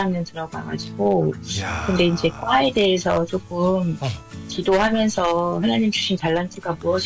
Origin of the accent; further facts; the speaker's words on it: Incheon, South Korea; moved away as an adult; now in Jindo, South Korea; 친정이 인천입니다.